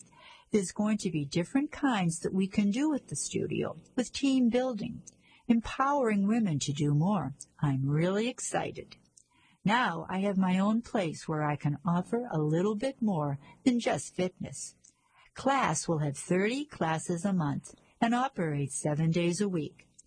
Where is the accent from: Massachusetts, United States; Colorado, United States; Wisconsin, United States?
Massachusetts, United States; Brockton; I'm from Brockton, however.